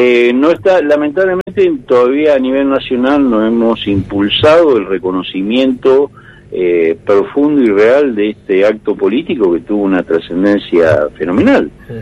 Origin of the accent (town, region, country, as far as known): Argentina